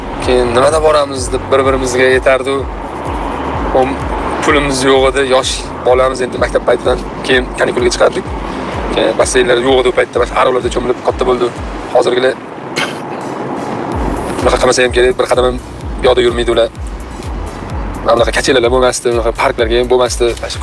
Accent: Tashkent, Uzbekistan; Yoshligimizda Yunusobodda turardik.

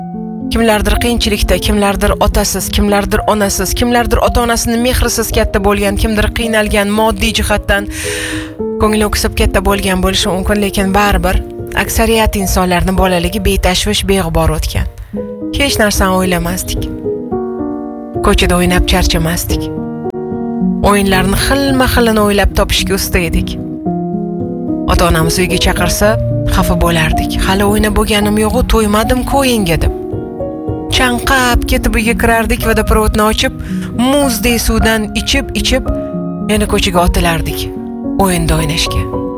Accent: Tashkent, Uzbekistan; o'sha mahalladan meni bolaligim o'tgan, eng baxtli, eng go'zal bolalik o'sha mahallada o'tgan.

